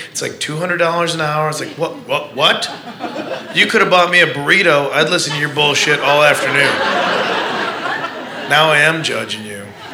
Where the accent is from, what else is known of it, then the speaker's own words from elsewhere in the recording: Midwest, United States; Like everybody, I'm from the Midwest